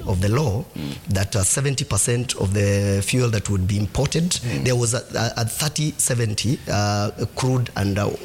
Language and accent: English; Kirinyaga County, Kenya; Kirinyaga, I come from Kangaita village.